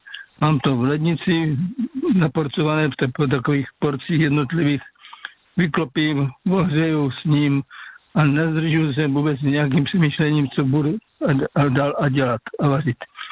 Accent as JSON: {"language": "Czech", "region": "Moravian Slovakia", "country": "Czechia", "said": "tak já pocházím z Moravskoslovácka, to už víte"}